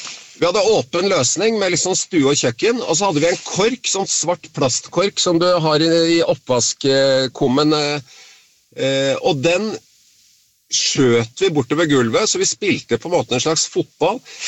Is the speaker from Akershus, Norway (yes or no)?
yes; Bærum, Akershus, Norway; jeg vokste opp på Høvik, da bodde vi jo ved sjøen